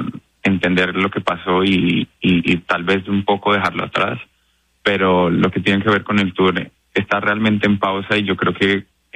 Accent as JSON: {"language": "Spanish", "town": "Tunja", "region": "Boyacá", "country": "Colombia", "said": "Ella está en Tunja, yo soy de Tunja, así que quería mandarle un saludo."}